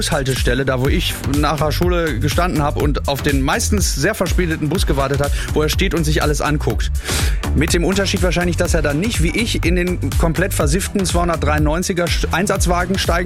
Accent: Dorsten, North Rhine-Westphalia, Germany; Frank-Walter Steinmeier, Steini, ist in meiner Heimatstadt gerade in Dorsten zu Gast und guckt sich da alles an.

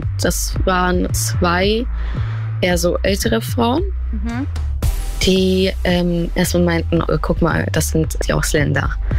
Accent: Saxony-Anhalt, Germany; Ja, ist schon meine Heimat irgendwie. Ich bin hier schon aufgewachsen und habe meine Freunde hier.

